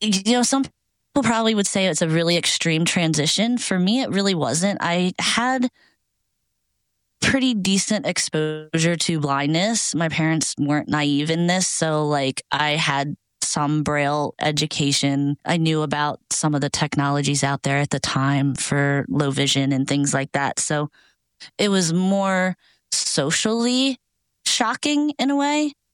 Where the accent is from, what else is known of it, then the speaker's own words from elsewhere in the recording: Maryland, United States; now in Michigan, United States; I'm originally from Maryland, currently in Michigan